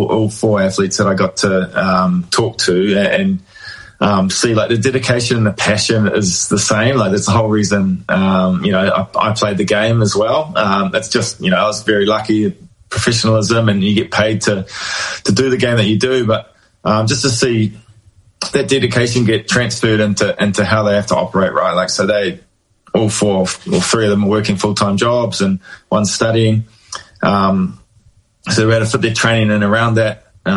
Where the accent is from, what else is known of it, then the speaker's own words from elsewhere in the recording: New Zealand; I guess as a New Zealander, we don't, unsurprisingly, don't get much Gaelic games across this side of the world.